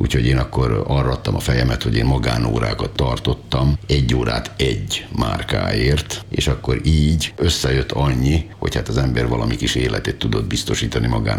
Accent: Vojvodina, Serbia; born there; gyerekkoromban, hogy egy pillanatra nem jutott eszembe, hogy innen elmenjek

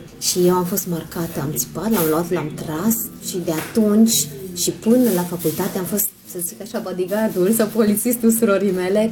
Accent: Romania; moved away as an adult; now in Szeged, Hungary; sunt româncă, născută în România și acolo am finalizat și învățământul și am ajuns în Ungaria

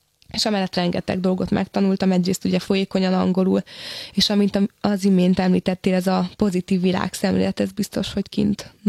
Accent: Hungary; born there; valószínűleg nem véletlenül születtem Magyarországra, és iszonyatos volt a honvágyam is. Úgyhogy nagyon jó volt ez a 4 év kint

